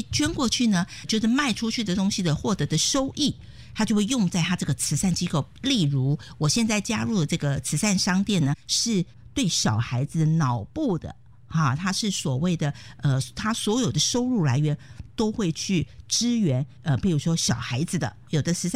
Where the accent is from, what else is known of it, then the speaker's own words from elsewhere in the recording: Taiwan; moved away as an adult; now in North West England, United Kingdom; 其实我是台湾人，道地的台湾人，独生土长的。